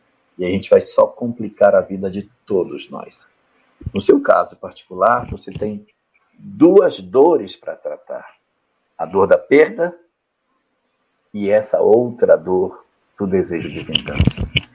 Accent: Porto Velho, Rondônia, Brazil; uma história que aconteceu na minha terra, lá em Porto Velho.

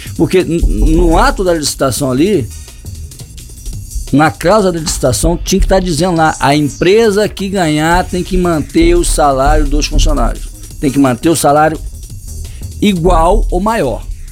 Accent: Barra de São João, Rio de Janeiro, Brazil; Eu sou do distrito de Barra do São João, né? A nossa população hoje é maior que a população de Casimiro.

